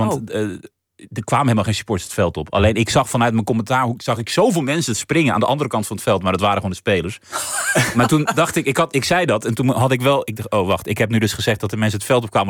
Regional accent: Armenia; En ik was echt tot over mijn oren verliefd op een Turks meisje. Wat ook niet hielp, want er kwam een soort loyaliteitskwestie van... ik ben Armeens, mag ik dit wel, kan ik dit wel?

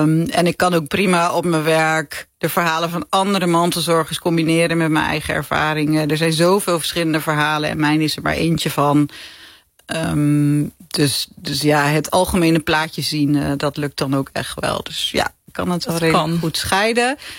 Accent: Groningen, Netherlands; Ja, ik kom uit Groningen

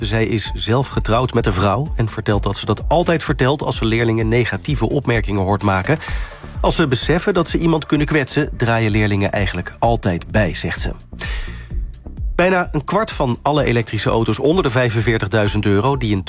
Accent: Amsterdam, North Holland, Netherlands; Ja, ik ben als Amsterdammer opgegroeid met de 50 tot en met de 54.

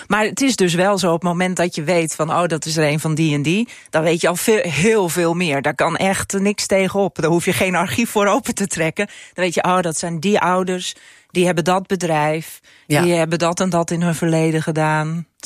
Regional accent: Friesland, Netherlands; accent: Frisian; first language Frisian; Dutch is a second language; now in Ameland, Netherlands; Maar Fries is mijn moedertaal. Toen ik naar Ameland ben verhuisd, binnen no time was ik gewoon... Het Amelands had ik eigen gemaakt.

